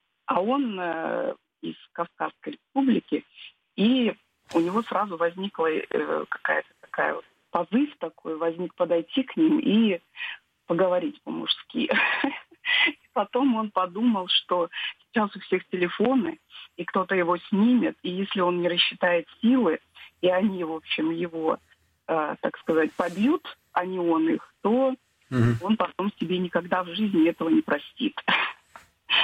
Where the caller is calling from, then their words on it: Denmark; я вам звоню из Дании.